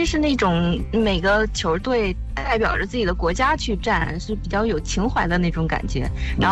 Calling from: Beijing, China; 因为我是北京的，然后也是听咱们广播好多年了。

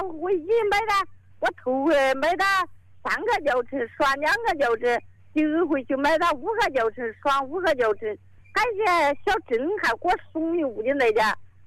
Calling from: Jingmen, Hubei, China; 我是金门市东宝区石桥一村的人。

